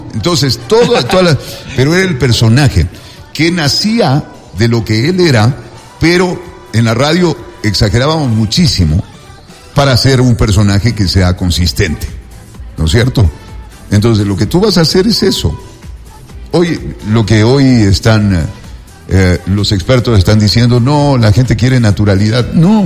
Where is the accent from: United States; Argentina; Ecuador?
Ecuador; nos estaban invadiendo a nosotros, a los ecuatorianos